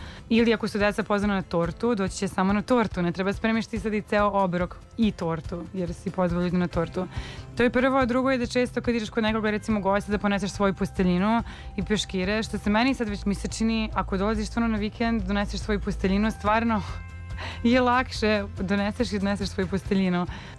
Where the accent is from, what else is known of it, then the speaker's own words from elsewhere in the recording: Serbia; accent: Serbian; now in Slovenia; nije odmah identifikovao da imam srpski akcenat, nego je mislio da imam akcenat iz jedne druge regije u Sloveniji